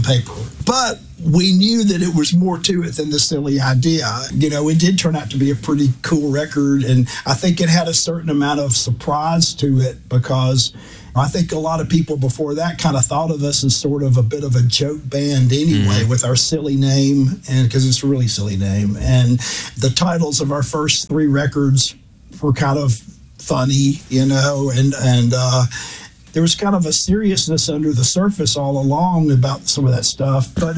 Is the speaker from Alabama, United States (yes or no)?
yes; Alabama, United States; You know, for starters, you know, my home state, it's obviously, there's a lot of bad things you can say about Alabama